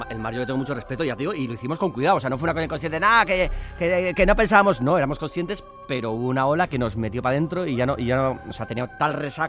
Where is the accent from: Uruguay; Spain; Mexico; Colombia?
Spain; San Sebastián, Basque Country; O sea, yo soy de Donosti, soy de hombre de mar, o sea, yo he nadado toda mi vida.